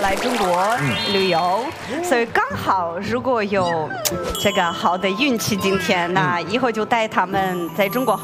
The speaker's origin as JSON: {"language": "Chinese", "country": "Ukraine", "second_language": "Chinese", "lives_now": "Beijing, China", "said": "我来自乌克兰，我是中华卫视驻华记者，在北京有9年，但是我从6岁学中文。"}